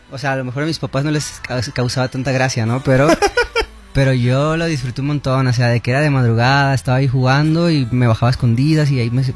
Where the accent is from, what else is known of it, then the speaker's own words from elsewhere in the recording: Guadalajara, Jalisco, Mexico; O, bueno, es que yo soy de Guadalajara.